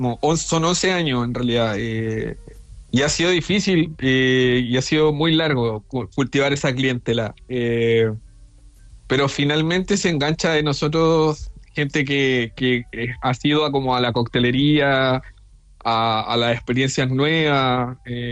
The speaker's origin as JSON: {"language": "Spanish", "country": "Chile", "said": "como yo soy chileno, me corrijan si es que voy hablando un poquito rápido, porque aquí hablamos un poquito rápido."}